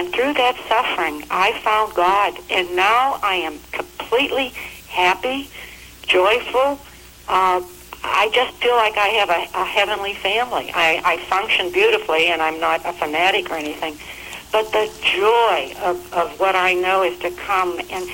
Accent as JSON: {"language": "English", "region": "Missouri", "country": "United States", "said": "I'm from Missouri."}